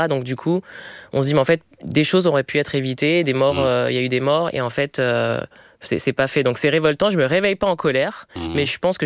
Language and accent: French; Villiers-le-Bel, Île-de-France, France; also born or lived in Clamart; Je suis née à Clamart, mais j'ai grandi à Villers-le-Bel. Puis après, oui, pas mal de déménagement un peu partout en Île-de-France avec un point de chute dans le 77.